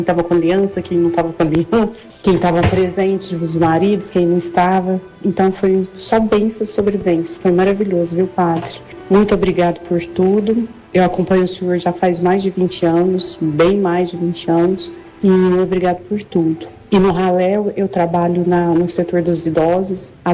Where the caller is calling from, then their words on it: Franca, São Paulo, Brazil; falo aqui de Franca, São Paulo.